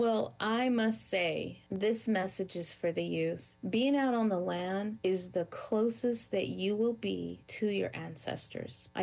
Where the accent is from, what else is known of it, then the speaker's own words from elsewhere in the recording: United States; for us as Indian people, you had to think about, you know, what does resiliency mean for us?